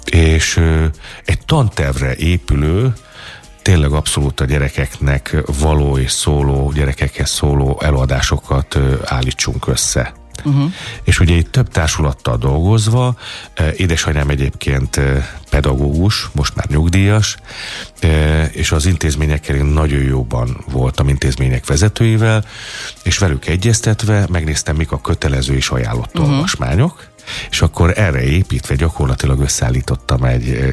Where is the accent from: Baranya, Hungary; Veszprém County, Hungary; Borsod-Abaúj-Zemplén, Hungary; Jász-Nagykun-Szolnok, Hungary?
Baranya, Hungary; Mohács; born there; moved away; ugye én mohácsi születésű vagyok.